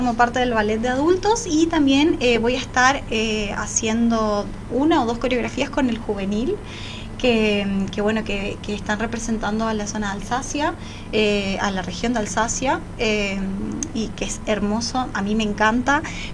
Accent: Leandro N. Alem, Misiones, Argentina; mi ciudad, Alem

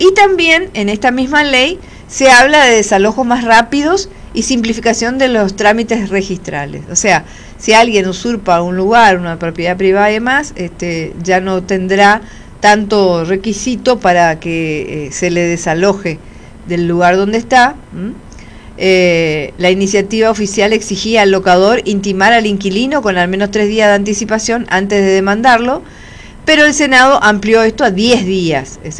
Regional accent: Argentina

